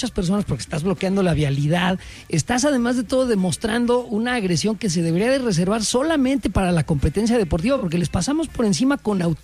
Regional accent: Mexico; seamos lo que somos, mexicanos que estamos orgullosos de lo que proyectamos al mundo.

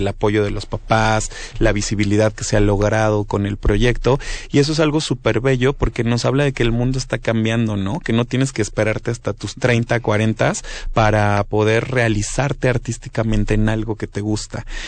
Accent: Mexico; en lo que nos conforma como mexicanos

